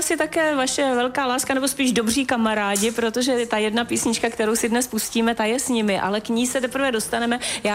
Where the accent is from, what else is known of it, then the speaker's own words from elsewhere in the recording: Pardubice, Pardubice Region, Czechia; já jsem rodilý Pardubák